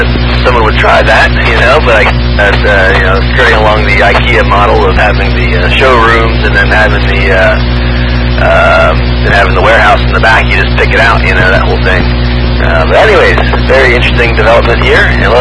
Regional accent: Montgomery County, Pennsylvania, United States; moved away; growing up in Montgomery County, Pennsylvania, not Montgomery County, Maryland.

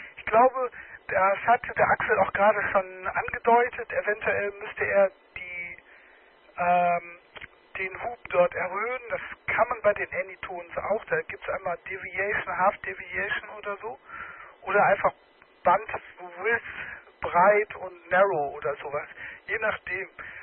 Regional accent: Dortmund, North Rhine-Westphalia, Germany; Ich bin Dortmunder

